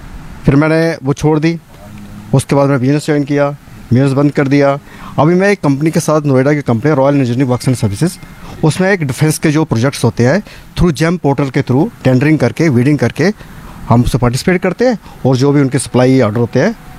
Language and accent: Hindi; Jammu and Kashmir, India; moved away as an adult; मैं जम्मू कश्मीर से बिलोंग करता हूँ